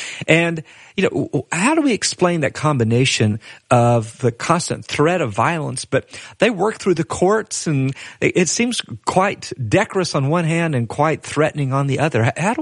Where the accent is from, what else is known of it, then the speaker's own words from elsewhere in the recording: Tennessee, United States; as a native of East Tennessee